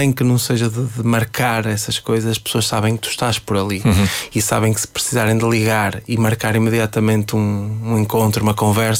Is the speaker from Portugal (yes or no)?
yes; Fafe, Norte, Portugal; moved away as an adult; now in Lisbon, Portugal; Se eu sou daqui, nasci aqui, esta é a minha terra